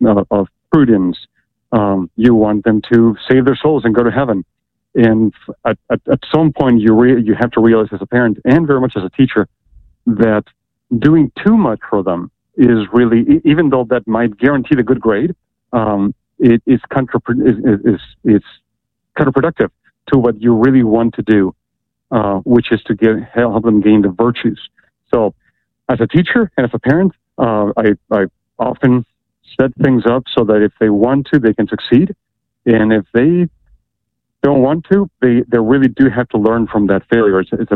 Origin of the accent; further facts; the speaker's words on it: Ecuador; I am still in Ecuador